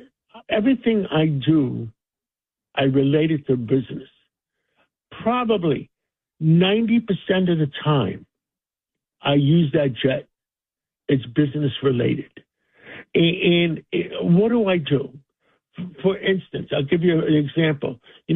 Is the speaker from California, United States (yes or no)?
no; New York, United States; being from the poor side of town, growing up in Harlem